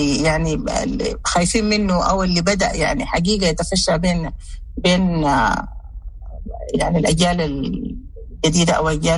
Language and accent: Arabic; Western Sudan, Sudan; moved away; أنا مثلا عشت طفولتي في غرب السودان، أنا من الشمال عشت كل طفولتي في غرب السودان، عشان كده بتغنى بكل إيقاعات الكردفانية